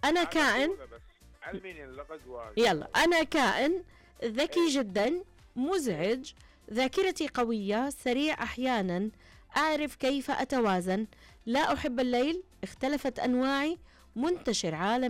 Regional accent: Mecca, Makkah Province, Saudi Arabia; انا من مكة وانت من مكة يا سعود.

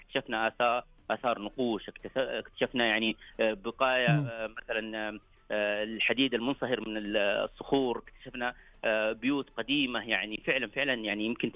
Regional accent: Taif, Makkah Province, Saudi Arabia; يعني إحنا مثلا زي عندنا في الطائف

